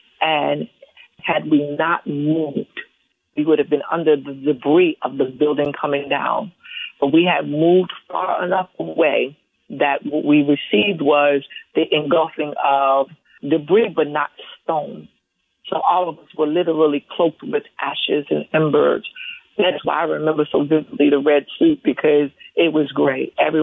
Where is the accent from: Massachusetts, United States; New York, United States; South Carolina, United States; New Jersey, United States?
New Jersey, United States; Jersey City; Jersey City is where I grew up in New Jersey.